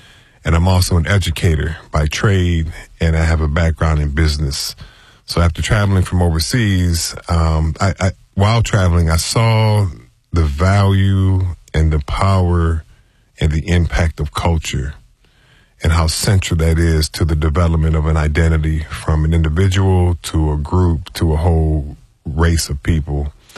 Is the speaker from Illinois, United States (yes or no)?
yes; Evanston, Illinois, United States; So I grew up in broader Evanston, but I had a very kind of, African-American experience.